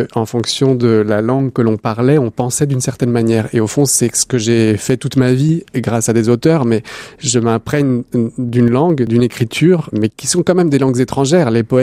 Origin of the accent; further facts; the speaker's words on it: Paris, Île-de-France, France; born there; avec mes grands-parents, je parlais en italien. J'ai vécu à Paris, mais mes parents ont souhaité que j'apprenne à lire et à écrire en italien, et donc m'ont mis à l'école italienne de Paris à l'époque.